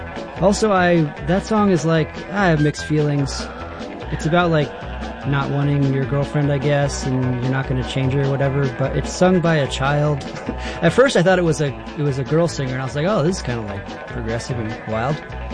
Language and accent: English; Cleveland, Ohio, United States; if I'm down there, it would make more sense I'd be from Cleveland, Tennessee, than Cleveland, Ohio. But nope. Different Cleveland.